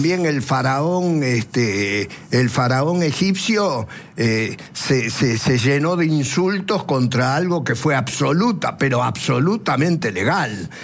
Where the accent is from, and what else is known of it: Argentina